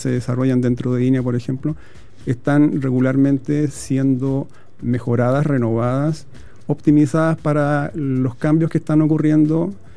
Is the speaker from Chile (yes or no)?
yes; Chile; Yo creo que somos tan resilientes como chilenos